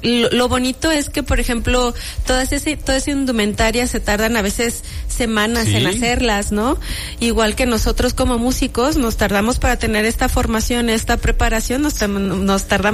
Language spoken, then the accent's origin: Spanish; Mexico